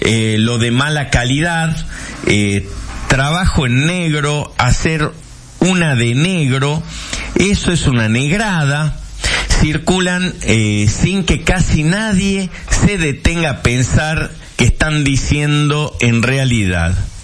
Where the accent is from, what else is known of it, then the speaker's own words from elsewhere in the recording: Argentina; los argentinos vamos a Europa y somos sudacas